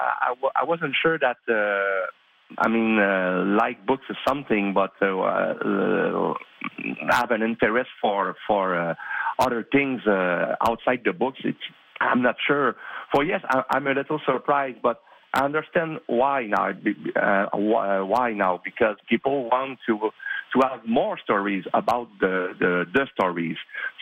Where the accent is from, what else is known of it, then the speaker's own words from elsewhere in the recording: Drummondville, Quebec, Canada; English is a second language; Well, Drummondville is my hometown. I was born in Drummondville. I grew up in Drummondville, and it's a quiet town. It's a very quiet town.